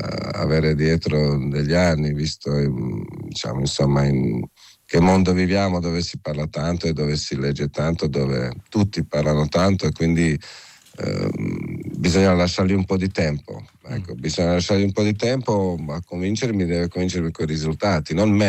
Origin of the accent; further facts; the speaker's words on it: Croatia; Italian is a second language; moved away; also born or lived in Italy; sono croato